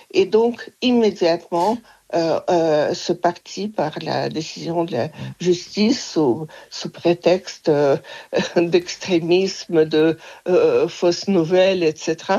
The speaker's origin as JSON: {"language": "French", "country": "France", "also_born_or_lived": "Russia", "said": "comme chez nous en France"}